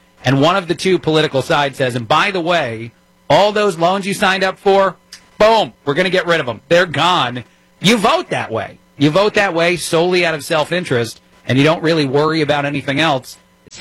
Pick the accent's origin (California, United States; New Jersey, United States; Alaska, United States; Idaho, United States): New Jersey, United States; accent: New York; I'm from Jersey. I'm an Italian from Jersey.